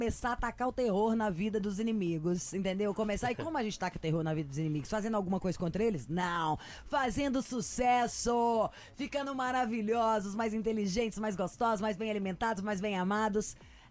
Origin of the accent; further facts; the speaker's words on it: Minas Gerais, Brazil; moved away; Eu que venho de Minas Gerais, terra lotada de patrimônio histórico.